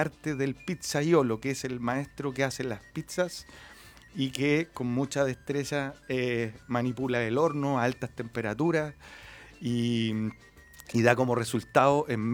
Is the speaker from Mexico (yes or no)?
no; Valparaíso, Chile; Somos dos socios porteños, nacidos y criados en Valparaíso, y éramos compañeros también del colegio, amigos de toda la vida.